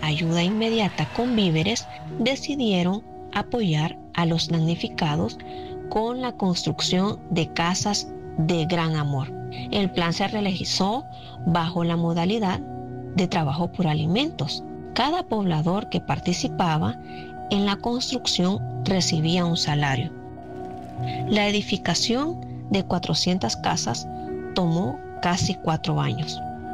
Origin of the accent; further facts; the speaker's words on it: Choluteca, Honduras; Tenemos que regresar al año 2011, cuando mi tierra natal, Choluteca, sufría una gran inundación.